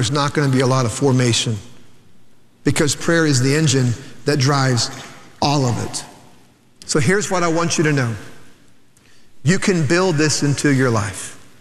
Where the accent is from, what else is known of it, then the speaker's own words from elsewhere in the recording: Oklahoma, United States; now in Houston, United States; I grew up in rural Oklahoma.